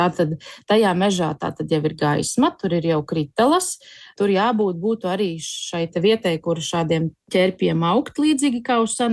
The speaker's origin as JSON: {"language": "Latvian", "region": "Latgale", "country": "Latvia", "said": "es esmu no Latgales"}